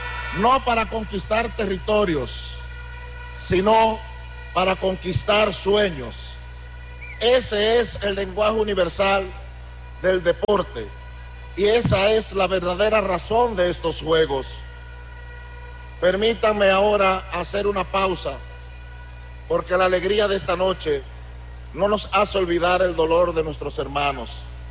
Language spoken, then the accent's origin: Spanish; Dominican Republic